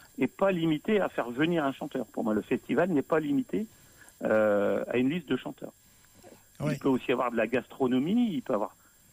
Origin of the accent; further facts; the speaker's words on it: Lorient, Brittany, France; born there; Je suis breton, engagé dans la culture bretonne et celtique. Je suis né à Lorient, mais ma mère est née à la frontière belge, et je connais très très bien la Belgique.